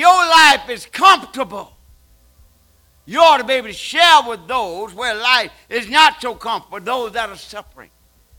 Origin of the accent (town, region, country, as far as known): Georgia, United States; born there; moved away